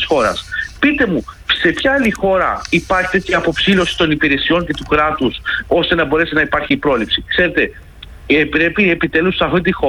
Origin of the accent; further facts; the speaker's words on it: Attica, Greece; είμαι από την Ανατολική Αττική και ειδικότερα από αυτό το κομμάτι της Ανατολικής Αττικής